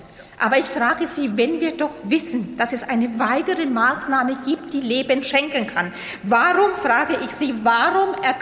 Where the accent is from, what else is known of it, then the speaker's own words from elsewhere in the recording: Königshofen, Germany; Zum Beispiel an Tobias Werner aus meiner Heimat in Königshofen